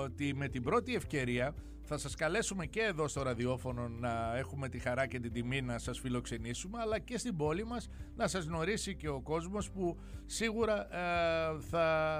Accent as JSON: {"language": "Greek", "region": "Eastern Macedonia and Thrace", "country": "Greece", "tie": "born or raised there", "moved": "yes", "lives_now": "Xanthi, Greece", "said": "Και μικρή πηγαίναμε έστω με τα ποδήλατα και τα λοιπά μέχρι την Αδριανή, ναι, τη Χωριστή. Δεν φτάναμε στο Δοξάτο."}